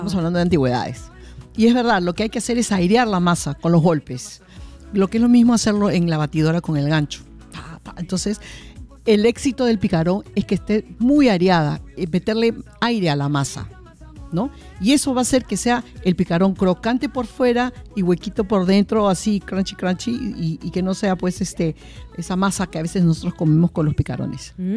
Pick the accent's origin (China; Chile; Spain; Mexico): China; Yo soy china.